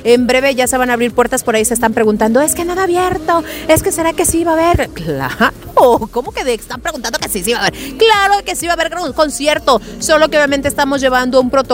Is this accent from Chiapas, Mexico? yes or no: yes; Chiapas, Mexico; así somos los chiapanecos.